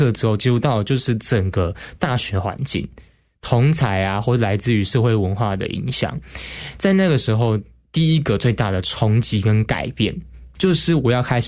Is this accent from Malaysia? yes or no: no; Taichung, Taiwan; moved away as an adult; 国中高中我是在台中长大的孩子，不是说台中多落后，但我的那个城市里面我算是比较顶尖成绩的孩子。